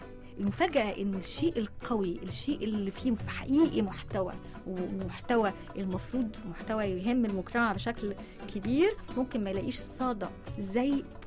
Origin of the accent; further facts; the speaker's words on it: Egypt; احنا كمجتمع مصري